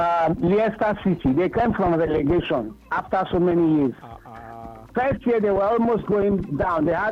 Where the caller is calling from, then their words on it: Ikorodu, Lagos, Nigeria; I'm calling from Ikorodu.